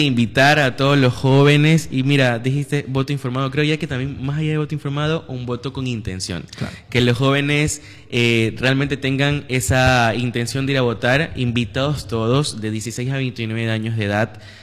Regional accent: Rocafuerte, Manabí, Ecuador; Rocafuerte, yo soy de Rocafuerte.

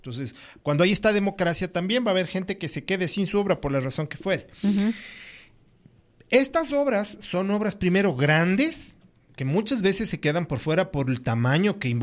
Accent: Quito, Pichincha, Ecuador; yo vengo de un barrio popular, yo nací en la Pío XII.

